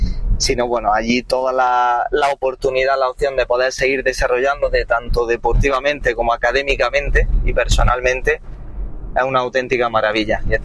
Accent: Balanegra, Andalusia, Spain; Yo soy nativo de Valanegra.

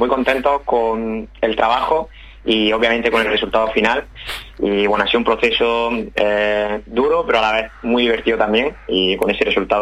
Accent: Almería, Andalusia, Spain; moved away as an adult; now in Barcelona, Spain; Es verdad que he pasado toda mi vida en Almería, desde que nací hasta pues 23, 24 años. También mi etapa universitaria la hice allí en Almería, pero bueno, ahora mismo vivo en Barcelona.

